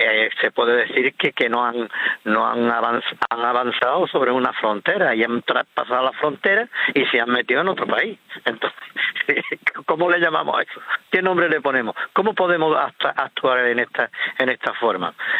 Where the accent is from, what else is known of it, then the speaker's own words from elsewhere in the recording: Ceuta, Spain; y yo soy de aquí de Ceuta y nacido aquí en Ceuta.